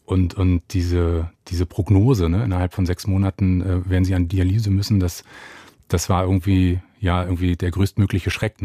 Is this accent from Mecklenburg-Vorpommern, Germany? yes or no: yes; Mecklenburg-Vorpommern, Germany; born there; now in Brandenburg an der Havel, Germany; Ja, ich bin 44 Jahre alt, gebürtiger Mecklenburger, lebe in Brandenburg an der Havel